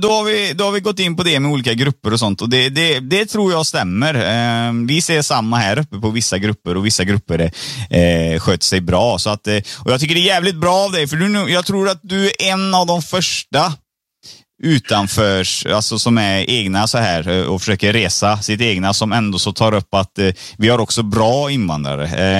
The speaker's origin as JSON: {"language": "Swedish", "country": "Sri Lanka", "moved": "yes", "lives_now": "Sweden", "said": "jag är från Sri Lanka, men jag bor i Sverige här på semester."}